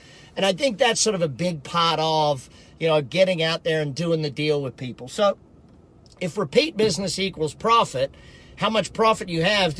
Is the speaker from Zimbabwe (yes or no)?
no; Australia; now in Las Vegas, United States; get all my skin checked for those cancers growing up in Australia.